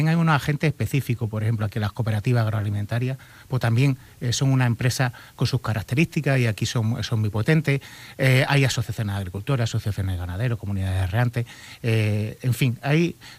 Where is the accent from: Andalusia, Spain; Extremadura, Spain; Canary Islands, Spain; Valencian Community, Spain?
Extremadura, Spain; Santa María; Somos gente de pueblo. En mi caso, soy de Santa María, aquí de la Vega Alta, aquí al ladito. Hijo de agricultor